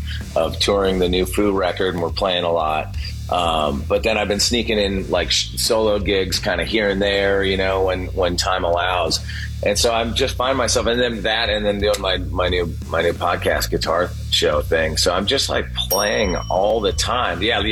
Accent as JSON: {"language": "English", "region": "California", "country": "United States", "tie": "born or raised there", "said": "everything that was in the ether when I was growing up in California in the 70s and 80s"}